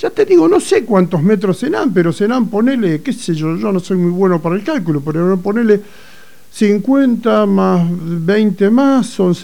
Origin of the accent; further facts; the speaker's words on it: Argentina; somos todos argentinos, somos todos iguales